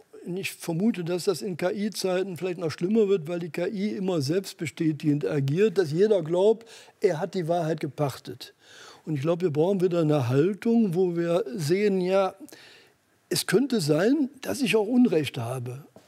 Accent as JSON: {"language": "German", "town": "Mönchengladbach", "region": "North Rhine-Westphalia", "country": "Germany", "tie": "born there"}